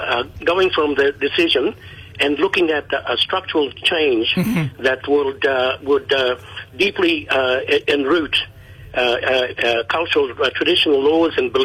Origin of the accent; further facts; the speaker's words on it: Mer Island, Queensland, Australia; I'm a Comet tribe, Comet clansman. I'm from Mare Island, eastern part of the Torres Strait.